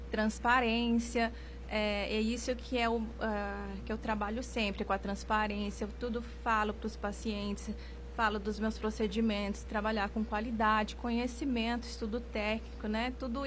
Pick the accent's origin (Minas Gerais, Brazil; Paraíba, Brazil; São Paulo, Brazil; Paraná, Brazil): São Paulo, Brazil; Pindamonhangaba; moved away as an adult; also born or lived in Amazonas / Rio Branco, Acre; eu sou aqui de Pinda mesmo, porém, acompanhei meu esposo pela vida militar dele. E aí eu fui morar na Amazonas, né? E lá que surgiu essa paixão pela estética. E depois eu fui morar no Rio